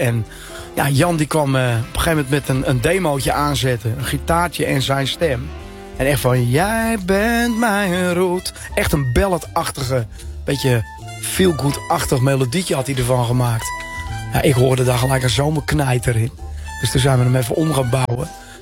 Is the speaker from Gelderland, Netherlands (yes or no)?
no; Zaandam, North Holland, Netherlands; ik ben toch een Zaankanter. Ik ben een echte Zaankanter.